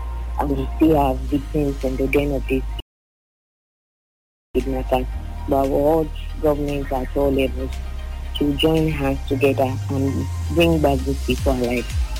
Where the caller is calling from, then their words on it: Nigeria; This is me, I'm from Odejai.